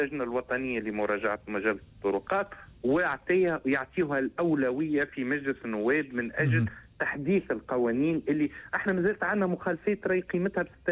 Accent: Tunisia

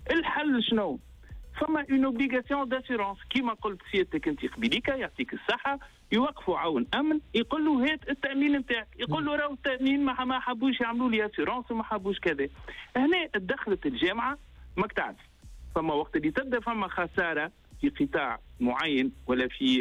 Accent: Tunisia

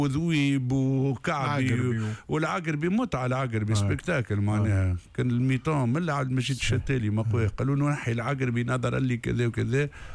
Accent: Hammam-Lif, Ben Arous, Tunisia; ولد حومتي معناه ولد حملنف

